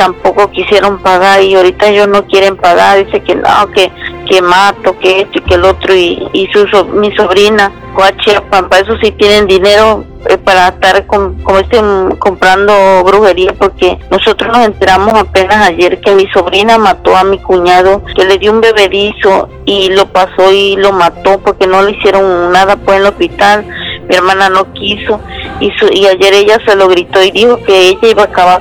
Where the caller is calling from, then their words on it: Cárdenas, Tabasco, Mexico; De aquí, de Cárdenas, Tabasco.